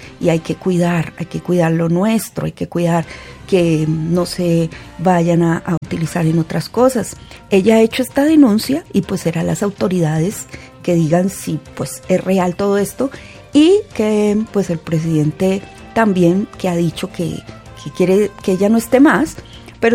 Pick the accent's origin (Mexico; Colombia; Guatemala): Colombia; como colombianos también debemos tener claridad